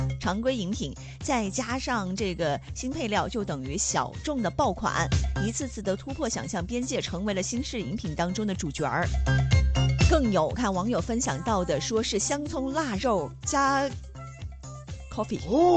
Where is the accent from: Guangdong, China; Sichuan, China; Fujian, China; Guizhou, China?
Guizhou, China; Guiyang; 来自我家乡贵州贵阳